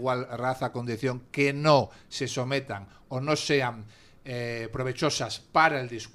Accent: Asturias, Spain; yo soy asturiano

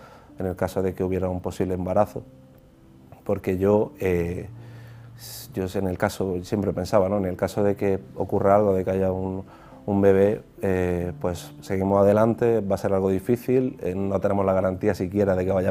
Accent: Almería, Andalusia, Spain; moved away as an adult; soy de Almería y bueno, he vivido toda la vida allí, ¿no? Pero decidí embarcarme en una aventura en un momento determinado, en 2019, hacia Nueva York

